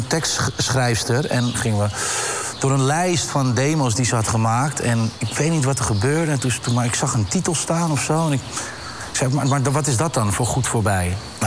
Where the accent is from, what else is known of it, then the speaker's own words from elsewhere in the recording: Zandvoort, North Holland, Netherlands; also born or lived in Haarlem; Ik kom uit Zandvoort. Geboren in Haarlem, opgegroeid in Zandvoort.